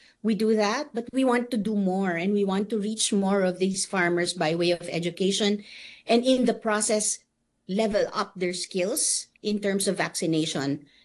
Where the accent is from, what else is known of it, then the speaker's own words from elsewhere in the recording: Philippines; I am originally, I'm a Filipino.